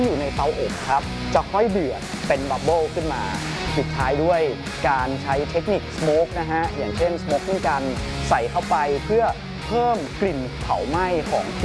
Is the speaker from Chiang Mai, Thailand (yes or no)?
yes; Chiang Mai, Thailand; ผมก็รู้สึกภาคภูมิใจมากที่เราได้เป็นส่วนหนึ่งที่เป็นคนเชียงใหม่โดยแท้จริงแล้วเราเติบโตมาในบ้านเมืองเชียงใหม่